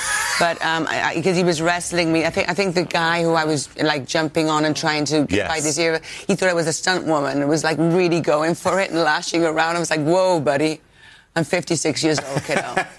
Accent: Wales, United Kingdom; accent: Welsh; moved away; Yes, I've never used my natural Welsh way of speaking ever.

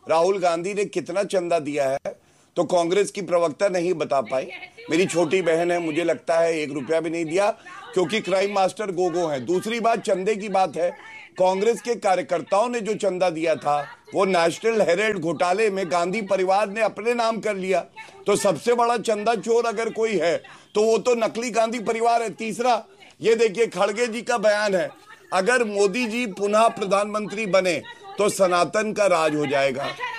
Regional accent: Uttar Pradesh, India; मैं भी एक नागरिक हूँ, उत्तर प्रदेश का निवासी हूँ

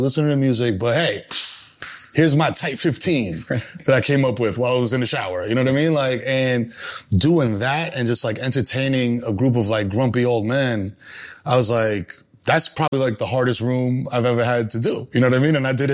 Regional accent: Bronx, New York, United States; But going back to me, which I love to talk about, Dominican kid growing up in the Bronx, first generation, entertainment is not really a viable career path.

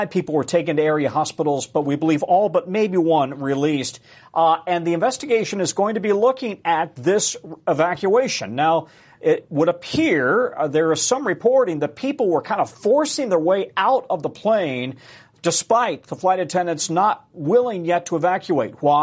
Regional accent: Denver, Colorado, United States; I'm from Denver

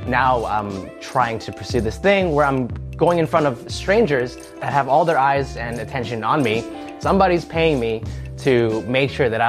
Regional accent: Long Island, New York, United States; I grew up in Long Island, New York. I lived with my mom and my two older brothers, Thomas and Norman. I went to school there. I lived there all my life as a kid growing up.

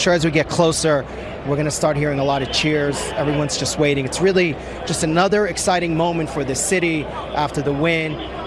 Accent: Brooklyn, New York, United States; Yeah, I grew up in Brooklyn, too.

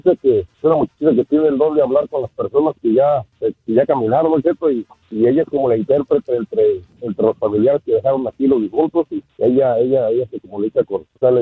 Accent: Michoacán, Mexico; Soy michoacano

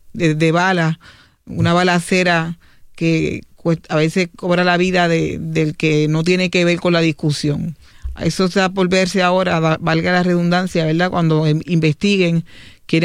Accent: Río Piedras, Puerto Rico; Yo me crié en Río Piedras y de verdad que Río Piedras no es ni la sombra de lo que era cuando yo llegué allí.

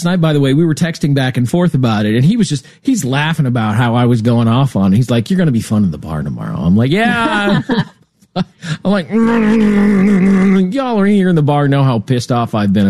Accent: Nebraska, United States; So, in Nebraska, my home state, as you know

